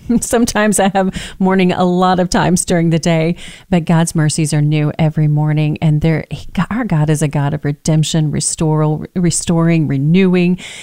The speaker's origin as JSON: {"language": "English", "region": "Texas", "country": "United States", "tie": "born or raised there", "accent": "Southern", "said": "Well, first of all, that I'm a little bit Southern. I'm a Texan, born and raised, hey."}